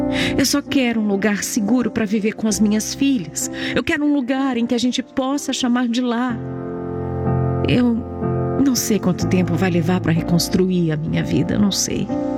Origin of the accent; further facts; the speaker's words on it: Pará, Brazil; moved away; Eu saí do Pará em busca de tratamento para o coração.